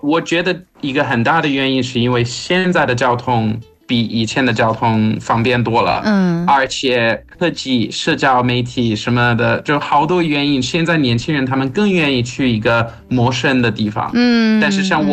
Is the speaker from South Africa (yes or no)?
yes; Johannesburg, Gauteng, South Africa; Chinese is a second language; moved away; 所以我们在约翰内斯堡长大，有葡萄牙的爸爸、法国的妈妈，